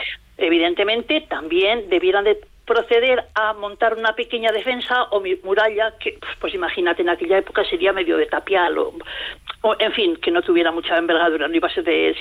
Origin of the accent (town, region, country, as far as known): Badarán, La Rioja, Spain